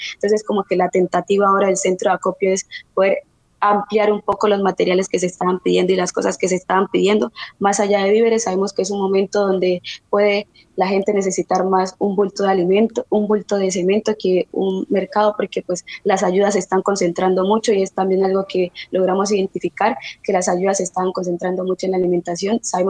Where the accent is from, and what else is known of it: Colombia; now in Palmira, Colombia